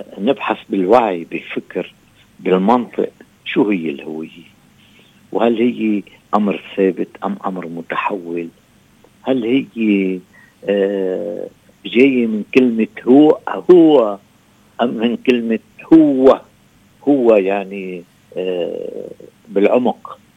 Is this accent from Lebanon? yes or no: yes; Lebanon; نحن كشعب لبناني